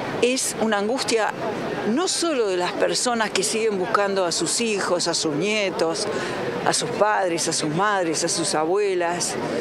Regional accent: Uruguay; ¿Eso es lo que queremos contestar como uruguayos?

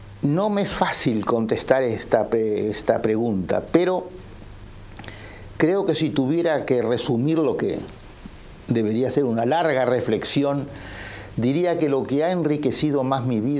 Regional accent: Uruguay; No somos ni argentinos ni brasileños, aunque estamos indefectiblemente unidos por el pasado y por el presente a lo que ocurre en ellos.

